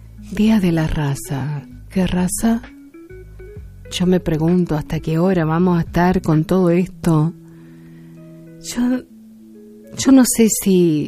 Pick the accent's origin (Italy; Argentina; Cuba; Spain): Argentina; born there; Yo nací en la Argentina, gente mía. ¿Qué raza voy a tener? Del lugar donde nací.